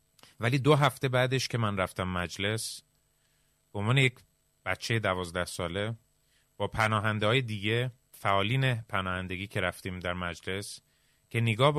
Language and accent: Persian; Falun, Dalarna County, Sweden; also born or lived in Iran; در شهر کوچیکی که من بزرگ شدم در سوئد به نام فالون در استان دالانا تعداد خارجی زیاد نبود،